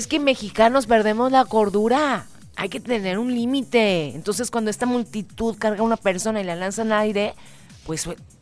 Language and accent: Spanish; Mexico; Soy bien mexicana, ¿ok?